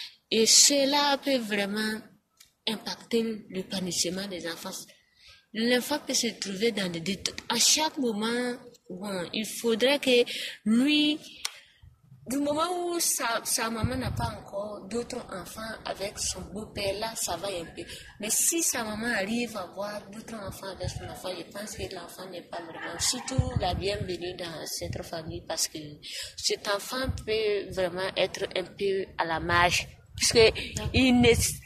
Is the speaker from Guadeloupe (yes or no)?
no; Burkina Faso; Chez nous, au Burkina Faso